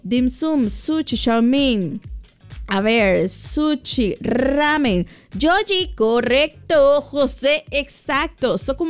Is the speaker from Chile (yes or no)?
no; Panama; Lo que estoy pensando el día de hoy es algo que tiene que ver con una cultura que nosotros como panameños conocemos muy bien.